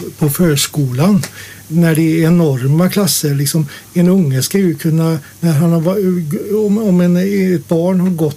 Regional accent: Dingle, Västra Götaland County, Sweden; jag är född i Dingle med Smutropolen. Vi hade väl kanske 900 personer eller 1000 invånare och jag är uppväxt på en liten skola.

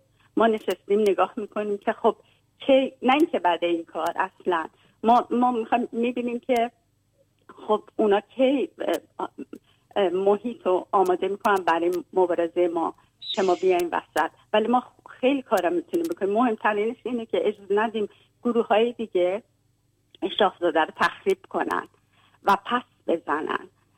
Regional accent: Iran; حتی خود من به عنوان یه ایرانی خب انقدر دقیق نمیدونم

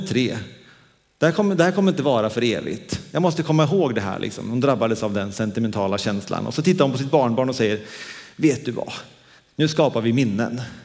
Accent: Dalarna County, Sweden; Vi var hemma i Dalarna i veckan och jag fick hänga med min brors och min systers barn som är 4 och 3.

